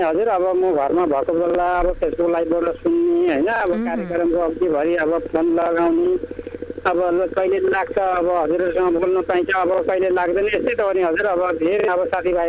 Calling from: Koshi Province, Nepal; म यता मोरङबाट

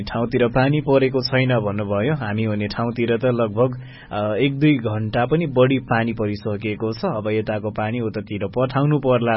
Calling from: Kathmandu, Bagmati, Nepal; हजुर, काठमाडौँ जोरसिंह पौवाबाट

